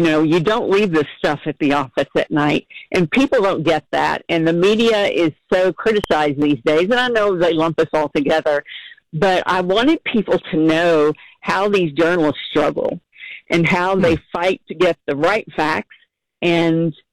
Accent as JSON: {"language": "English", "town": "Campbellsville", "region": "Kentucky", "country": "United States", "tie": "born or raised there", "moved": "yes", "said": "I grew up in Taylor County, Campbellsville, and, you know, there's where my roots are."}